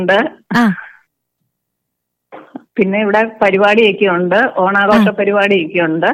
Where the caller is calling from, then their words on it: Manganam, Kerala, India; ഞാൻ മാങ്ങാനത്ത് നിന്ന്